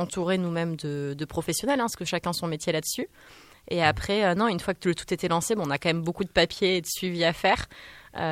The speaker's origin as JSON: {"language": "French", "region": "Nouvelle-Aquitaine", "country": "France", "tie": "born or raised there", "said": "Mais j'ai grandi à côté de Bordeaux, donc entre les deux."}